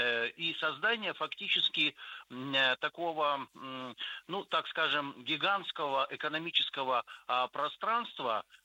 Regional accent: Irkutsk, Irkutsk Oblast, Russia; и я сам родился, вырос в Восточной Сибири, в Иркутске, я хорошо понимаю психологию и как бы вот эту ментальность сибиряков и дальневосточников.

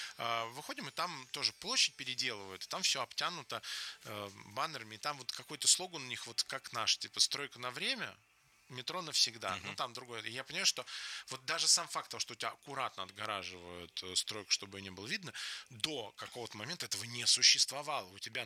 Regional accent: Moscow, Russia; я, ну, первое поколение нашей семьи, это мы с братом, мы родились в Москве. То есть у нас родители приехали из деревень, вот, там, в 70-х

